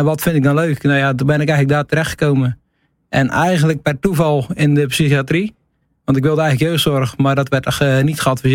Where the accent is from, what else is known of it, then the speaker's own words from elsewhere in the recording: Krabbendijke, Zeeland, Netherlands; Ik kom zelf uit Krabbedijk, ik ben 30 jaar oud.